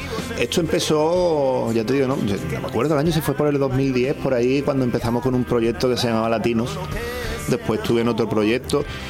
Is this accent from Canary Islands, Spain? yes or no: no; Cádiz, Andalusia, Spain; o sea, soy